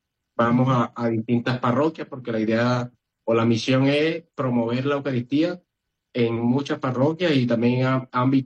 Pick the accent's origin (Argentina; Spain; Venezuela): Venezuela; moved away as an adult; now in Magdalena del Mar, Peru; Como dice mi esposa, somos venezolanos, migramos, nos tocó migrar acá al Perú